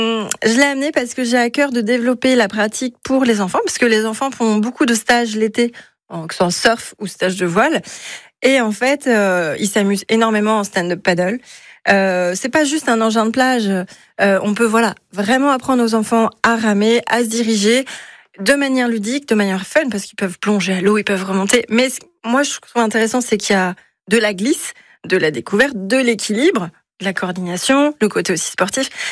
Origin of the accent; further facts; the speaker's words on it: Le Minihic-sur-Rance, Brittany, France; on est mini-iquoise, donc mini-exurance.